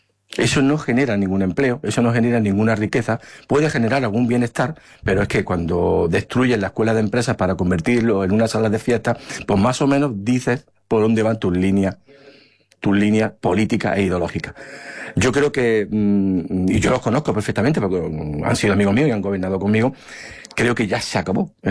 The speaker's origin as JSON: {"language": "Spanish", "town": "Fuente Palmera", "region": "Andalusia", "country": "Spain"}